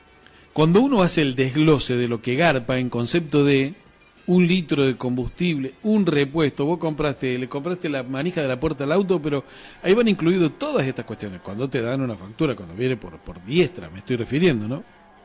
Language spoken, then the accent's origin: Spanish; Córdoba, Argentina; En la provincia de Córdoba.